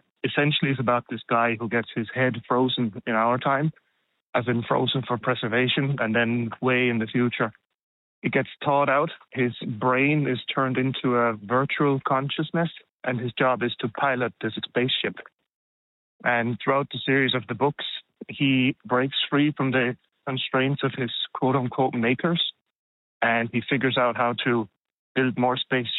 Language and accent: English; Ireland; Hello, Launch. Hello. I'm a colleague from Ireland.